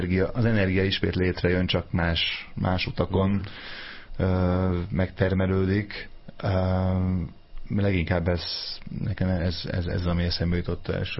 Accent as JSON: {"language": "Hungarian", "town": "Szombathely", "region": "Vas", "country": "Hungary", "said": "Én eredetileg szombathelyi vagyok"}